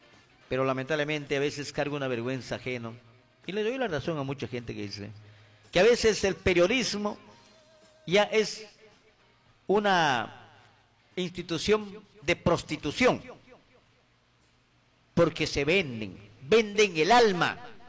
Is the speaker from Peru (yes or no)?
yes; Peru; un pueblo entero, que somos más de 33 millones y millones de peruanos